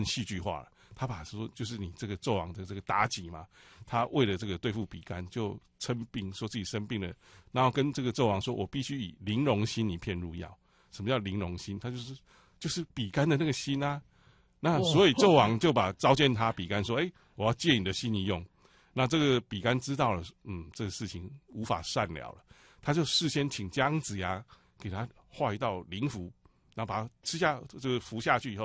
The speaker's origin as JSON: {"language": "Chinese", "country": "Taiwan", "said": "所以我们台湾人听到这个音就把它翻成高丽菜。"}